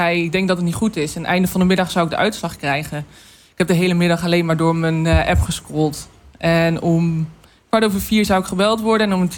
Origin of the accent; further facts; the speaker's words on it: Deventer, Overijssel, Netherlands; born there; Ik ben geboren in Deventer. Ah, op de Worp.